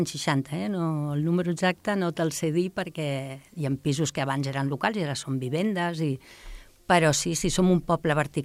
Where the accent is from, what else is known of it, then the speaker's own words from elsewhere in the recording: Santa Coloma de Gramenet, Catalonia, Spain; also born or lived in Barcelona; now in Sant Just Desvern, Spain; jo de veritat sóc de Santa Coloma de Gramenet.